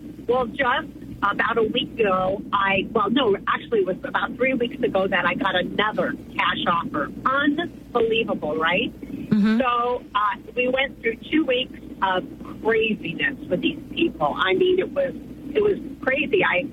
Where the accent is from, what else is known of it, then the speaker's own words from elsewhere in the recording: Tucson, Arizona, United States; born and raised in Tucson, Arizona